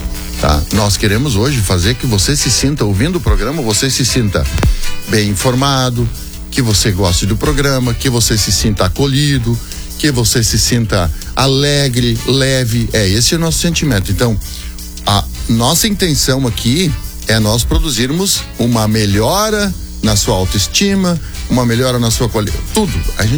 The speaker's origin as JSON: {"language": "Portuguese", "town": "Venâncio Aires", "region": "Rio Grande do Sul", "country": "Brazil", "tie": "born there", "said": "Alô, Mato Leitão, Venâncio Aires, onde eu nasci."}